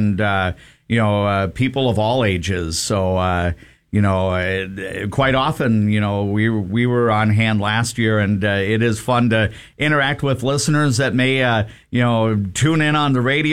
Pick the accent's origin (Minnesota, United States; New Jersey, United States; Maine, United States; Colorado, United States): Minnesota, United States; New Hope; now in Alexandria, United States; I know in my hometown, they call it Night to Unite in New Hope, Minnesota.